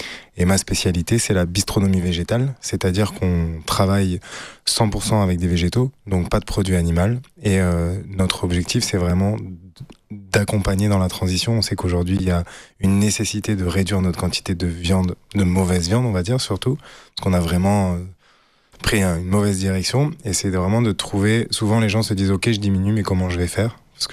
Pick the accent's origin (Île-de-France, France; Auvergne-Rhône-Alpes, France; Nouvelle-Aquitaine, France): Auvergne-Rhône-Alpes, France; Saint-Restitut; En fait, j'ai grandi dans la Drôme. La Drôme provençale, dans un terrain familial où il y avait le restaurant de mes cousins.